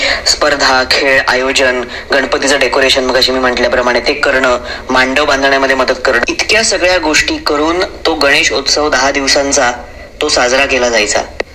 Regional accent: Mumbai, Maharashtra, India; मी 25 वर्षांचा आहे आणि मी एक गिरगावकर आहे.

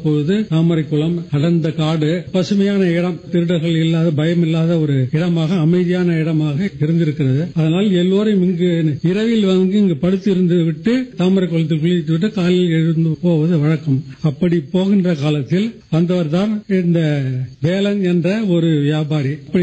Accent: Kanjamnathanpettai, Tamil Nadu, India; நான் பிறந்து வளர்ந்த ஊர் கஞ்சம்நாதன்பேட்டை.

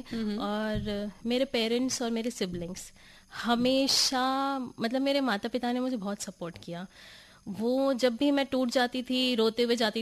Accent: Lucknow, Uttar Pradesh, India; अभी मैं लखनऊ से आई हूँ।

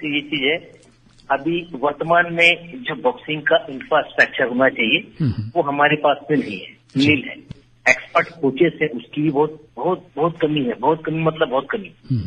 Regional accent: Bhilai, Chhattisgarh, India; चूंकि हम भिलाई शहर में पले बड़े हैं

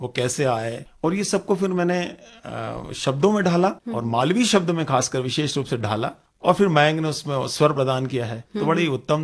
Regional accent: Indore, Madhya Pradesh, India; क्योंकि मैं इंदौर के निवासी हूँ और मालवा क्षेत्र आपको मालूम है कि हमारी मीठी बोली के लिए बड़ा प्रसिद्ध है।

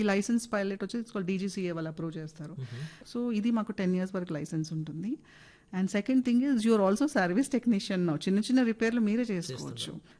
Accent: Hyderabad, Telangana, India; నాకు కొంచెం హిందీ వచ్చు హైదరాబాదీ కదా

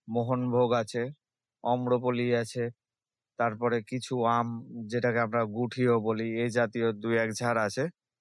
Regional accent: Malda, West Bengal, India; আমার বাড়ি মালদার সাহাপুর নিত্যানন্দপুর এরিয়াতে।

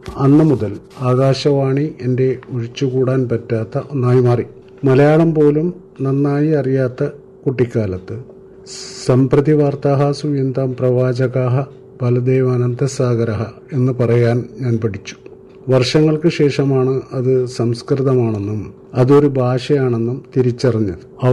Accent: Kalpeni, Lakshadweep, India; ഞാൻ കൽപ്പിനി സ്വദേശി

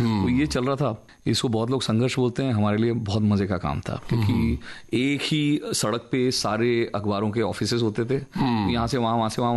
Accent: Athabira, Odisha, India; also born or lived in Bhilai; तब तक हम उड़ीसा शिफ्ट हो चुके थे भिलाई से, और ये बहुत छोटा सा गांव था, इसका नाम अथाबिरा है। मतलब वहाँ आप … अथाबिरा लिख के चिट्ठी डालिए, मेरे घर आ जाती थी

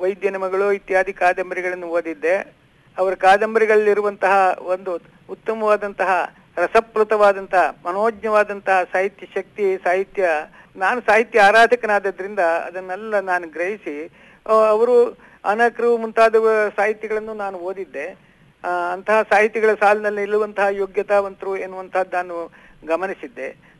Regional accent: Kumta, Karnataka, India; ನಮ್ಮ ಊರು ಕುಮಟಾ ಹೊಲನಗದ್ದೆ ಅಂತೇಳಿ, ಕುಮಟಾ ತಾಲೂಕು, ಉತ್ತರ ಕನ್ನಡ ಜಿಲ್ಲೆ.

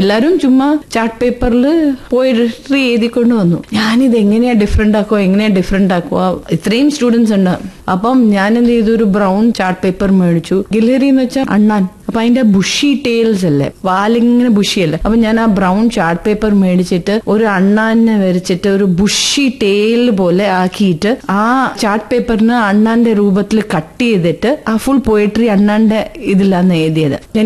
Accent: Firozpur, Punjab, India; born there; അച്ഛൻ ആർമി ഓഫീസറായിരുന്നു. ഞാൻ ജനിച്ചത് പഞ്ചാബ് ഫിറോസ്പൂരില്.

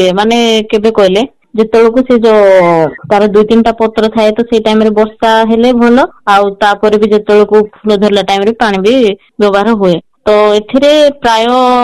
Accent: Odisha, India; ମୁଁ ରାୟଗଡ଼ା ଜିଲ୍ଲାରୁ ଆସିଛି।

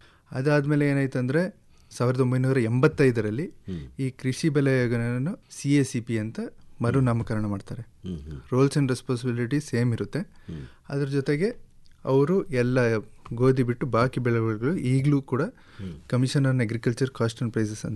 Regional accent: Ponnampet, Karnataka, India; ಕೊಡಗು ಜಿಲ್ಲೆಯಲ್ಲಿ ಪೊನ್ನಂಪೇಟೆ ಕಡೆಯವರು.

